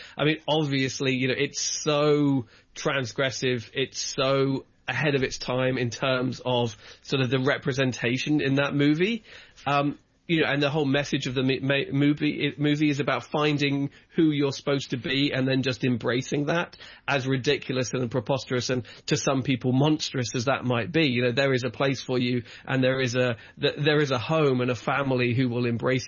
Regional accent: England, United Kingdom; I remember when obviously I grew up in England where country music has a limited, audience anyway.

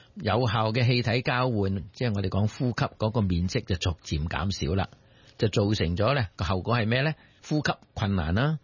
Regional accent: Guangdong, China; 我哋广东人咧叫舌头做利噶嘛，

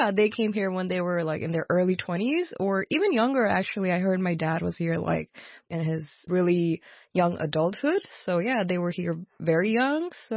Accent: Hong Kong; English is a second language; I'm a Nepalese born and raised in Hong Kong

